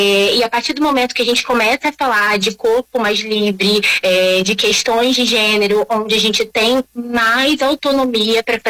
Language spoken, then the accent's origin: Portuguese; Rio de Janeiro, Brazil; Eu sou aqui do Rio de Janeiro, da Zona Oeste, mais especificamente de Bangu. Então, aqui é um território muito quente, tá?